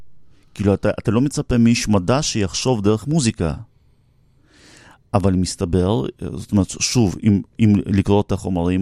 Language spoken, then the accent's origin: Hebrew; Russia; now in Israel; אני מגיע מרוסיה הסובייטית